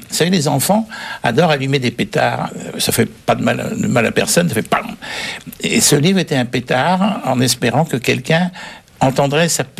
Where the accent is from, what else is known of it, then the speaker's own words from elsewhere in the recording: Quebec, Canada; accent: Québécois; Elle me dit parce que, à mon accent, c'est que je suis québécoise